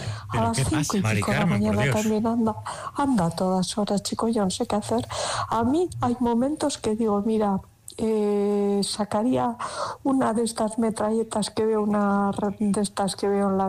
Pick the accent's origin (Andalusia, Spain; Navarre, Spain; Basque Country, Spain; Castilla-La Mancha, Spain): Basque Country, Spain; Alonsotegi; soy de Alonso Tegui